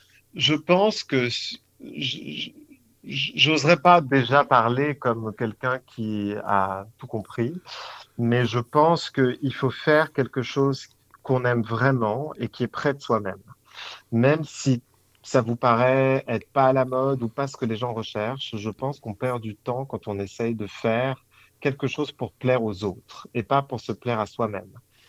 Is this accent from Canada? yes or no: no; Paris, Île-de-France, France; parce que je suis parisien